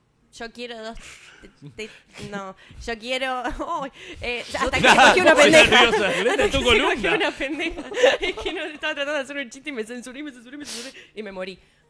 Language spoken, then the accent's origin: Spanish; San Miguel, Buenos Aires Province, Argentina; born there; Nací en San Miguel, así que no, es un poco, no aplica.